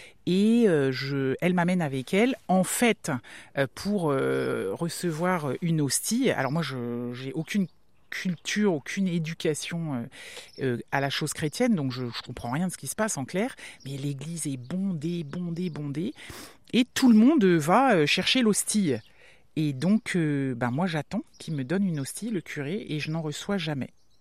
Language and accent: French; Brest, Brittany, France; born there; Oui, mais t'es né où ? Brest.